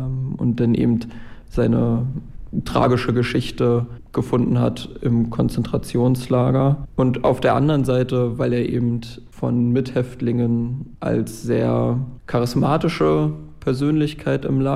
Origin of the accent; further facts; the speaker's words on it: Berlin, Germany; Und als Berliner kann ich sagen